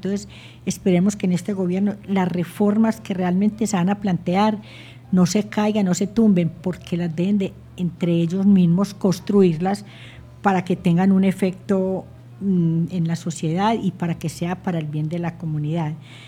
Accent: Colombia; nosotros como colombianos

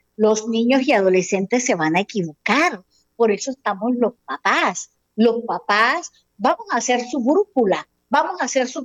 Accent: Colombia; aquí todos somos colombianos

